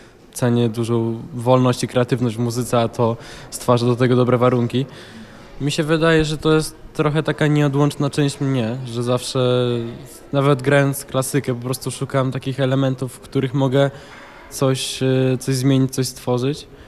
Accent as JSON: {"language": "Polish", "town": "Warsaw", "region": "Masovian Voivodeship", "country": "Poland", "said": "mam 17 lat, jestem z Warszawy."}